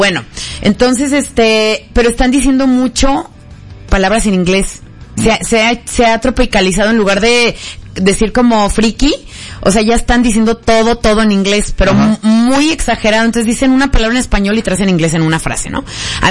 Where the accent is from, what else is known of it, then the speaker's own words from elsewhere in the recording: Mexico; nosotros es más común que como mexicanos nos esforcemos en entender y hablar algo en inglés.